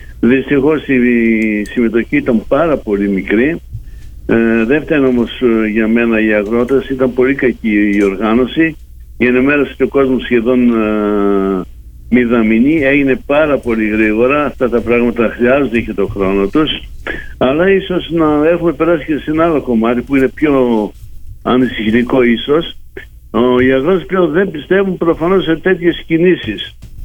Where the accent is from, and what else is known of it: Central Macedonia, Greece